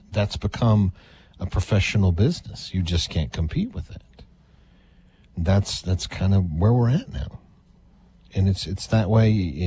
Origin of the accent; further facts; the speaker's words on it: Odessa, Texas, United States; When we grew up in Odessa, Texas